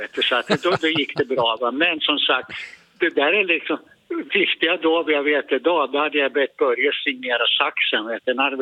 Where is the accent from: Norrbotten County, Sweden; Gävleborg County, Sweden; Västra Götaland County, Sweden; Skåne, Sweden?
Gävleborg County, Sweden; Gävle; moved away; Nu ska jag ju inte säga så här att det är 50 nu år sedan jag flyttade från Gävle.